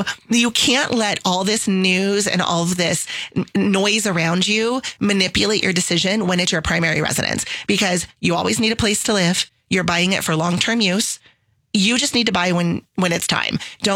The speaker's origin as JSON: {"language": "English", "town": "Peoria", "region": "Arizona", "country": "United States", "tie": "born or raised there", "said": "I'm a Peoria girl through and through. So we were born and raised in South Peoria. We live in North Peoria."}